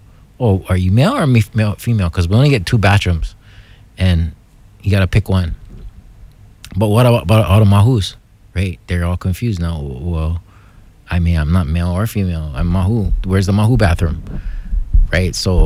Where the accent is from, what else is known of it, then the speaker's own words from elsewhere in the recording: Hawaii, United States; as a Hawaiian